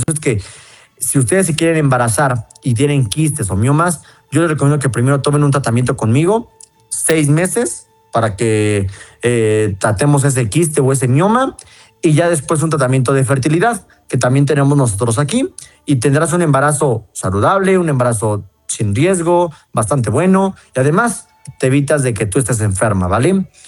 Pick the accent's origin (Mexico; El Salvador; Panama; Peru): Mexico; Toluca, State of Mexico; now in Mexico City, Mexico